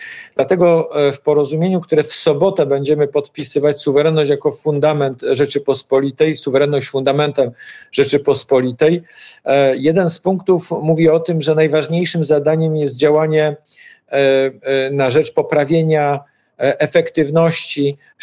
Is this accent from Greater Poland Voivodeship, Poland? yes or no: yes; Poznań, Greater Poland Voivodeship, Poland; Jestem poznaniakiem, wielkopolaninem.